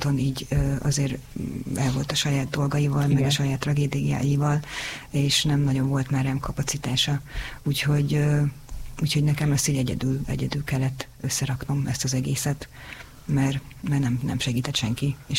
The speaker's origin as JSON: {"language": "Hungarian", "region": "Budapest", "country": "Hungary", "tie": "born or raised there", "also_born_or_lived": "Gyöngyös", "said": "És aztán rögtön 3-4 hónapos voltam, amikor felköltöztünk Pestre, úgyhogy abszolút"}